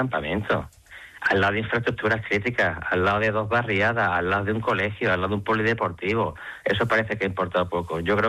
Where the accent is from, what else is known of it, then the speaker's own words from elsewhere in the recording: Ceuta, Spain; somos los ceutíes los responsables de esta invasión, y ya está bien, ¿no? Porque el pueblo de Ceuta lo que necesita son soluciones y respuestas